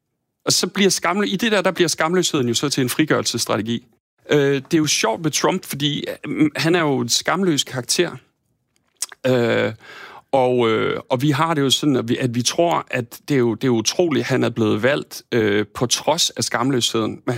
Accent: Thy, North Denmark Region, Denmark; Jeg kommer fra Thy oprindeligt, og har jo stadig min familie deroppe og kommer jævnligt derud

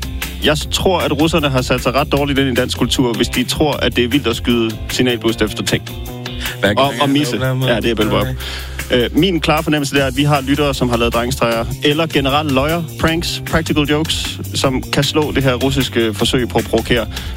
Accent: Copenhagen, Capital Region of Denmark, Denmark; Jeg voksede op på Nørrebro, der lavede vi krig med raketter og bomberøg

